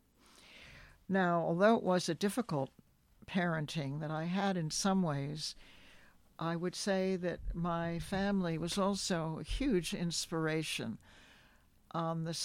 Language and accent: English; Cos Cob, Connecticut, United States; now in Tunbridge, United States; I grew up in Kaskab, Connecticut, on a beautiful piece of land that had belonged to my grandfather originally.